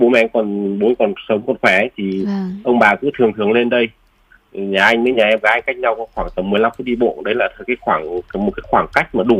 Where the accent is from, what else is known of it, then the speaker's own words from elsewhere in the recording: Quang Ninh, Vietnam; now in Hanoi, Vietnam; Đúng rồi, mình không phải quê Hà Nội, mình chỉ là người gọi là di cư tự do từ nơi khác đến Hà Nội.